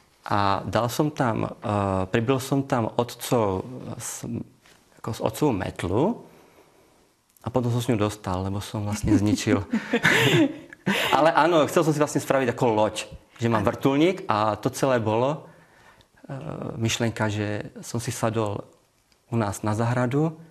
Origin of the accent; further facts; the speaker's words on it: Moravia, Czechia; Slovak is a second language; moved away as an adult; now in Slovakia; Ako počuť na mojom hlase, áno, pochádzam z Českej republiky, konkrétne z Moravy.